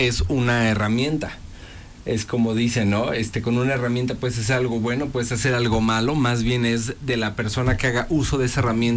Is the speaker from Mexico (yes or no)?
yes; Mexico